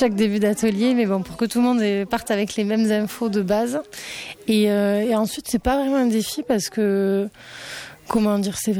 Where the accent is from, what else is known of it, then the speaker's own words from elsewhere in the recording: Argelès-Gazost, Occitanie, France; Parce que moi, déjà, personnellement, j'habite pas loin. Enfin, je suis d'Argelès.